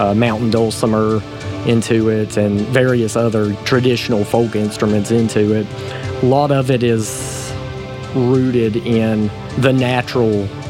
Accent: Woodlawn, Virginia, United States; born there; I'm from Woodlawn, Virginia.

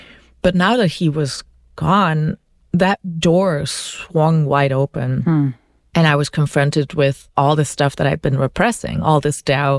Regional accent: Belgium; English is a second language; moved away as an adult; now in United States; I'm from Belgium. I'd moved to the US for David.

